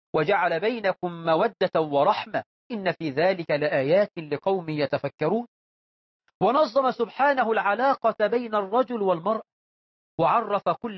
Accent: Egypt; بلدنا مصر

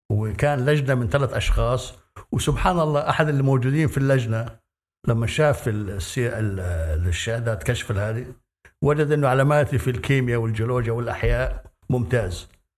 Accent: Khan Yunis, Gaza Strip, Palestine; born there; moved away; also born or lived in Saudi Arabia; من مواليد خان يونس بغزة بفلسطين 1955. طبعا يعني تركت فلسطين وذهبت مع الوالد، إنه كان مدرس في المملكة العربية السعودية، وبقيت في المملكة لحد ما تخرجت من الدراسة والجامعة.

